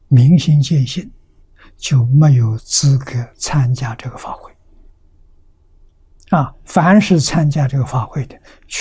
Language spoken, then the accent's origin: Chinese; China